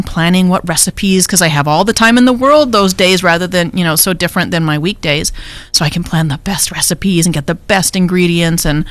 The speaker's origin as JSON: {"language": "English", "town": "Vancouver", "region": "British Columbia", "country": "Canada", "tie": "born or raised there", "moved": "yes", "lives_now": "Southern California, United States", "said": "That's very different from where I grew up in Vancouver."}